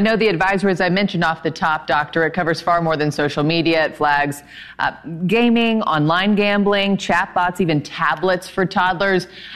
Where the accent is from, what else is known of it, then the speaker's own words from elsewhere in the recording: Oklahoma, United States; I grew up in Oklahoma. I mean, I played outside after school until it was time for dinner.